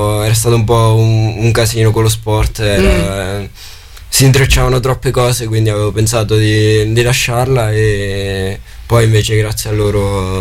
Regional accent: Appignano, Marche, Italy; Vengo da Pignano

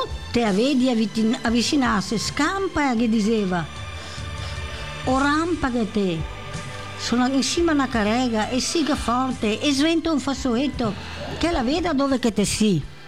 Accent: Veneto, Italy; Allora, mi so veneta puro sangue, doc, tutto quanto.

